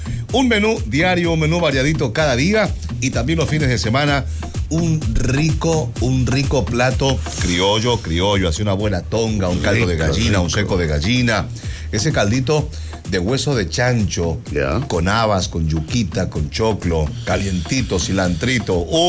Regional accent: Ecuador

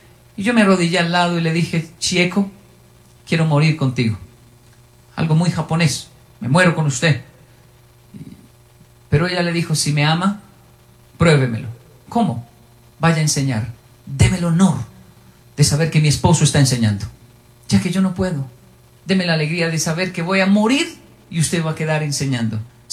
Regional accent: Colombia; Yo debería ser así, que soy latino, colombiano, pero los japoneses no son así.

